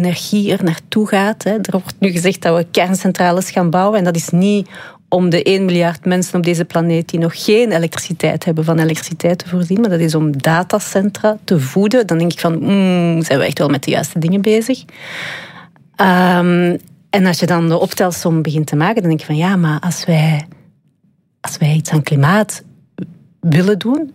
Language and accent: Dutch; Leuven, Flanders, Belgium; En de helft van mijn familie is West-Vlaams. En de eerste keer dat ik me echt een buitenbeentje voelde, ik ben opgegroeid in Leuven, was als ik mijn West-Vlaamse familie ontmoette en ze niet verstond.